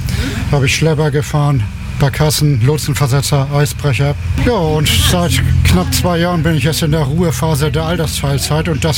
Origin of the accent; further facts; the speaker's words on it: Hamburg, Germany; also born or lived in Bad Oldesloe; Also geboren bin ich mal in Oldesloe, aber ich wohne in Hamburg, seit ich 5 Jahre alt war.